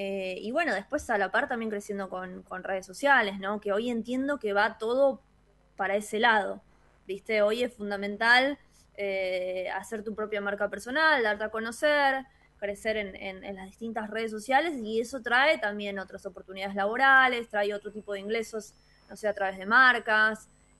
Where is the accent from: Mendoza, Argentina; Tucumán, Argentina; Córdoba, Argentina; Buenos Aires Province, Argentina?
Buenos Aires Province, Argentina; Villalonga; born there; also born or lived in Bahía Blanca; yo nací en Villalonga, de ahí me fui a Bahía a estudiar